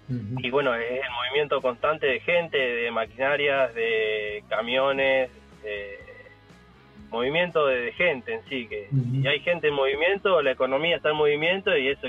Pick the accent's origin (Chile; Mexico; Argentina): Argentina; María Teresa, Santa Fe; Nosotros somos del sur de Santa Fe, de un pueblo que se llama María Teresa, y operamos en la zona esta.